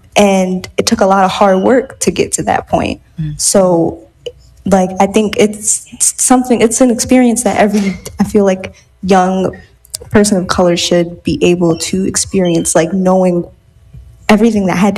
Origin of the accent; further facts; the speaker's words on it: Philadelphia, Pennsylvania, United States; I come from, I'm from North Philly